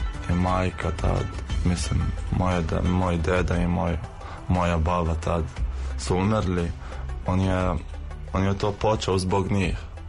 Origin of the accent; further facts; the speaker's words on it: Jordan; Serbian is a second language; moved away as an adult; now in Serbia; ja sam iz Palestine, mislim ja sam Jordanac, poreklo iz Palestine. Ja sam četvrta godina medicine, došao sam pre četiri godine.